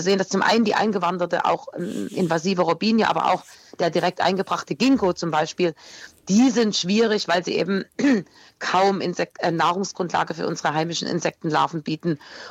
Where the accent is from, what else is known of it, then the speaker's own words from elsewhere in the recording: Leipzig, Saxony, Germany; gerade hier in meiner Heimatstadt Leipzig